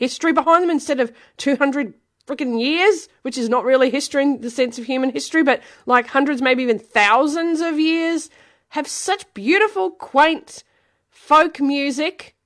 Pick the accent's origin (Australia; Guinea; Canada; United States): Australia; born there; I was born in Australia